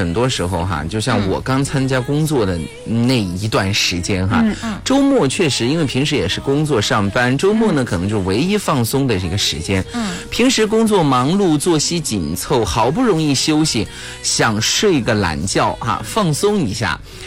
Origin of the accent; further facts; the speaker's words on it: Chongqing, China; accent: Chongqing dialect; 我们重庆话来说叫搭白撒起里头说